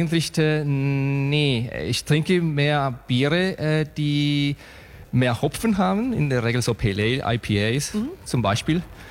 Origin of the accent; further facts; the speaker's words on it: Mexico; moved away as an adult; now in Germany; Ja, alles klar, ich komme aus Mexiko. Und ich habe damals 2008 ungefähr als Hobbybrauer angefangen. Dann 2011 eine kleine Brauerei gegründet in Mexiko.